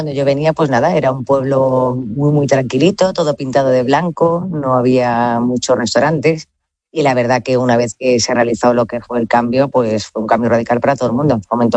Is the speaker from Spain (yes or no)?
yes; Marbella, Andalusia, Spain; Y dije, yo que vengo de Marbella, que hay un kiosco en cada esquina